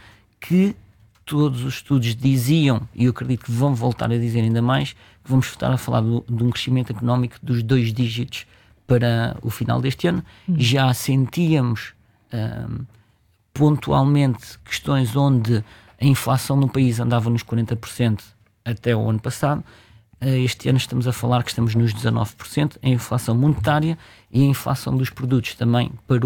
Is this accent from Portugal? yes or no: yes; Portugal; nós como portugueses